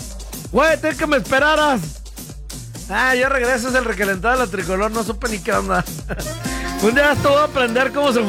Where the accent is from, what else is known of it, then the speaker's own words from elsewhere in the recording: Mexico City, Mexico; Es que estoy leyendo aguas porque soy de Tepito.